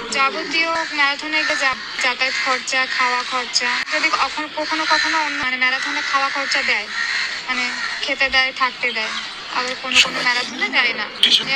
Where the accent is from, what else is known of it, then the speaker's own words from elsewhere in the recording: Machhlandapur, West Bengal, India; আমার বাড়ি মাছলন্দপুর, আমার ডিস্ট্রিক্ট নর্থ চব্বিশ পরগনা।